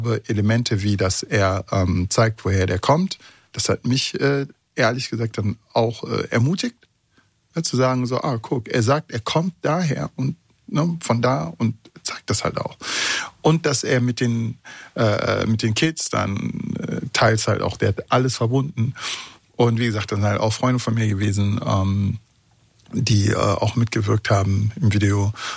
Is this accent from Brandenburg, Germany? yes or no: no; Bonn, North Rhine-Westphalia, Germany; aber auch dann als Zaungast und als Bonner und dann heißt es, da war was und die haben das und das gesagt